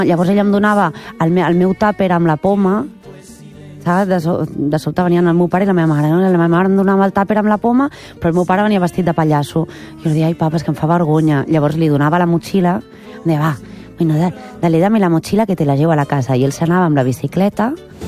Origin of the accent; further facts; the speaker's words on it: Barcelona, Catalonia, Spain; agafo carrer Parlament, que passo per la casa de la meva infància